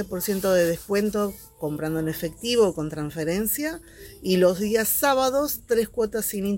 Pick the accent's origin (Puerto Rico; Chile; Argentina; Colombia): Argentina; General Rodríguez, Buenos Aires Province; Soy de acá de General Rodríguez, toda la vida viví acá.